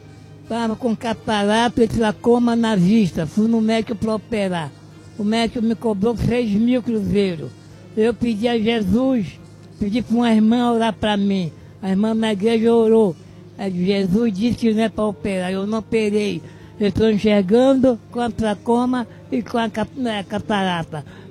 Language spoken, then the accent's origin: Portuguese; Porto Alegre, Rio Grande do Sul, Brazil; Porto Alegre.